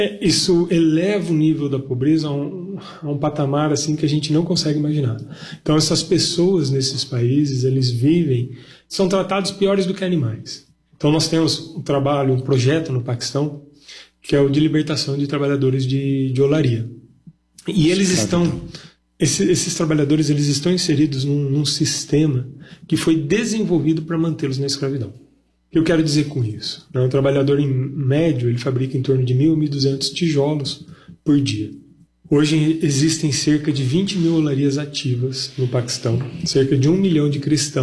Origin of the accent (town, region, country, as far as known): Brazil